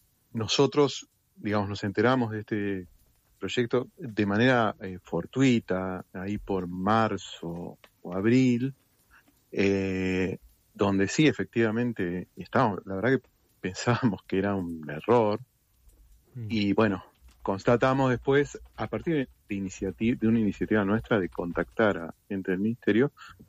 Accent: Buenos Aires, Argentina; somos porteños, sabemos, somos usuarios todos del subte

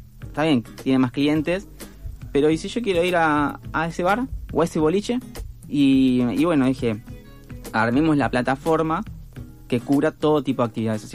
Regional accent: Buenos Aires, Argentina; now in Montevideo, Uruguay; yo soy de Buenos Aires

